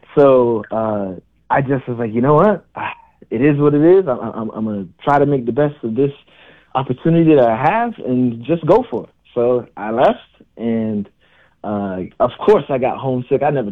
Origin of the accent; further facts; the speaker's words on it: Miami, Florida, United States; moved away as an adult; now in Iowa, United States; So from Miami, Florida, I was born and raised there 23 years, and now I'm flying out to Iowa.